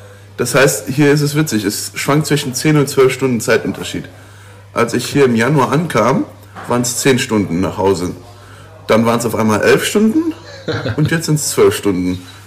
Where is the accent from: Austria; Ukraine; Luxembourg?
Luxembourg; also born or lived in Aberdeen, Scotland; ich komme aus Luxemburg, bin jetzt schon 23 Jahre alt.